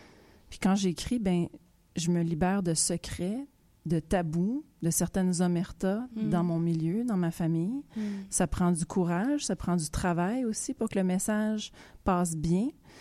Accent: Montreal, Quebec, Canada; born there; je suis née à Montréal

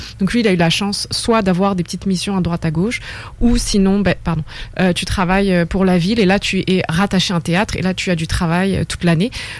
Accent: France; moved away; même si ça fait presque 10 ans que j'ai quitté la France, moi, j'ai mon opinion avec quand même ma vision de France, en tant que Française en tout cas.

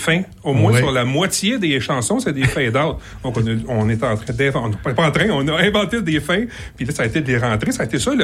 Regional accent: Joliette, Quebec, Canada; moved away as an adult; also born or lived in Montreal; now in Joliette, Canada; nous, on vient de la région de Joliette.

